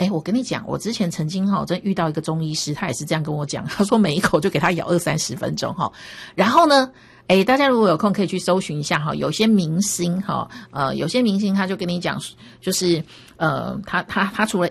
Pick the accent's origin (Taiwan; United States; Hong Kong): Taiwan; 我觉得我们台湾人吃饭真的是太快了